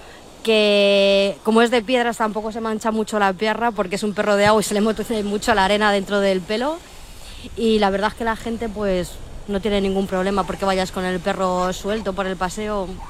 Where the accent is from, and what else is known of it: Madrid, Community of Madrid, Spain